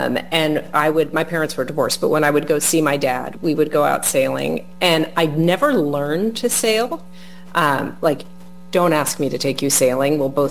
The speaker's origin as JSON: {"language": "English", "town": "Los Angeles", "region": "California", "country": "United States", "tie": "born or raised there", "moved": "yes", "lives_now": "New York, United States", "said": "I grew up in Los Angeles as an avid Dodgers fan."}